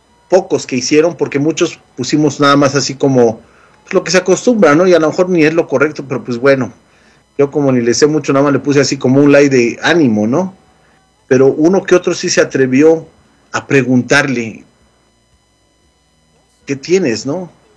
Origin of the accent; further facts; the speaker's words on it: Yautepec, Morelos, Mexico; now in United States; al pueblo donde yo nací, Yautepec, Morelos.